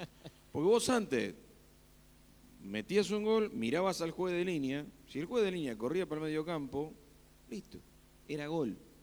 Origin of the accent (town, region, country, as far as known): Castelar, Buenos Aires Province, Argentina